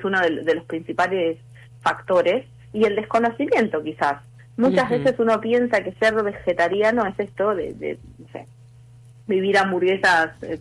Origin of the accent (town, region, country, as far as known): Argentina